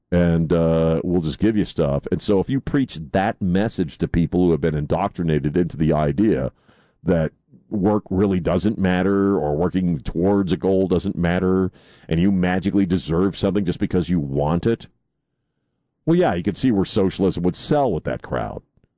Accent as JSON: {"language": "English", "region": "Maryland", "country": "United States", "tie": "born or raised there", "said": "I'm a child of the 80s growing up. I mean, I was surrounded by Democrats. I grew up in Maryland, which is one of the most liberal states in the country"}